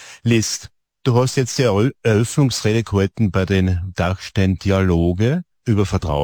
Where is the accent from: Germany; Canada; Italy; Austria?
Austria; Styria; Wir sind Steirer